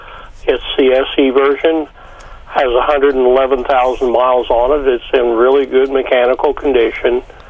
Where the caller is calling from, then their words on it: Kirksville, Missouri, United States; Kirksville, Missouri.